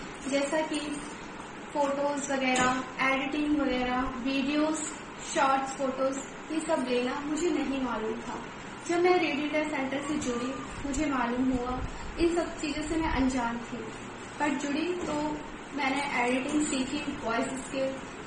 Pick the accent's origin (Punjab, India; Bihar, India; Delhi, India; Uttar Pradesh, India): Delhi, India; और मैं दिल्ली से हूँ।